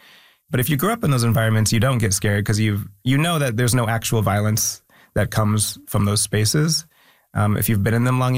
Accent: Philippines; Being Filipino, you're not quite grouped in with the other like East Asian diasporic peoples as being like very smart.

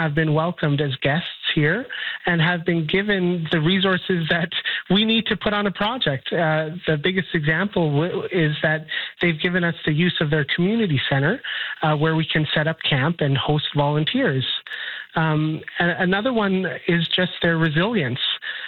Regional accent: Winnipeg, Manitoba, Canada; I'm from Winnipeg. That's where I live.

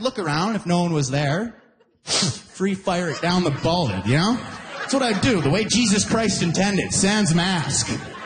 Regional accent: Alberta, Canada; I lost 3 friends just because I'm from Alberta.

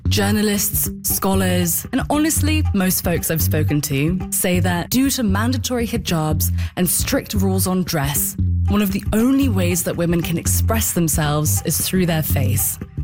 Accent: United Kingdom; accent: British; now in Canada; I'm sitting over here in Canada, espousing lofty thoughts in my British accent

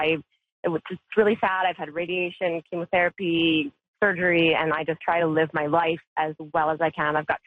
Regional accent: Manitoba, Canada; I grew up in Manitoba, so I'm a prairie girl.

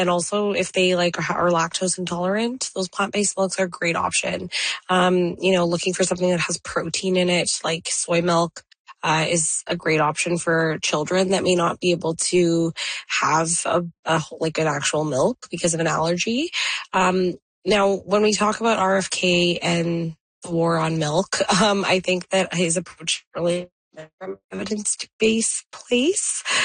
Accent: India; I'll say India just because I'm Indian, but okay.

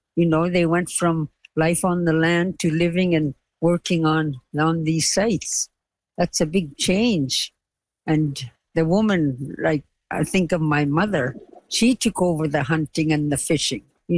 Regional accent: Cambridge Bay, Nunavut, Canada; now in Edmonton, Canada; I was a young child. Cambridge Bay was where I had started school. There was the village, and we lived up on the dew line site.

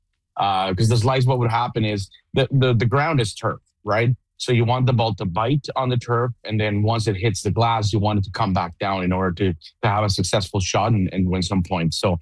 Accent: Mexico; English is a second language; So I was born and raised in Mexico. So I started now. Let me rephrase that. I was born in a tennis court in Mexico.

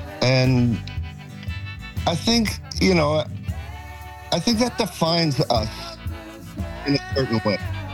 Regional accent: Nova Scotia, Canada; my lineage is Scots, and I'm from Cape Breton. And so the stories of my family in Cape Breton, you know, like they're sort of harsh, but very poetic at the same time.

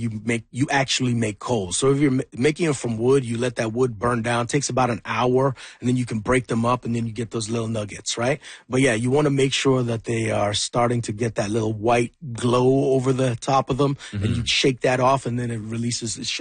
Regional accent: Edmonton, Alberta, Canada; born or raised there

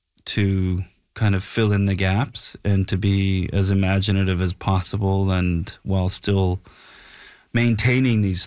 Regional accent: Nova Scotia, Canada; moved away as an adult; now in Los Angeles, United States; I always knew, you know, I moved from Nova Scotia to Los Angeles to go to the American Film Institute.

